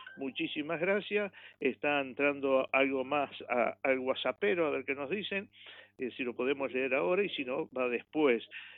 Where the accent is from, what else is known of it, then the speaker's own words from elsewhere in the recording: Uruguay; y como solidario que somos los uruguayos, yo sé que va a reunir mucha gente.